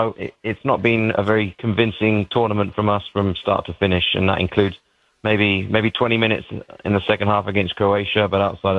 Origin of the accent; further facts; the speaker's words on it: England, United Kingdom; moved away; Yeah, as an Englishman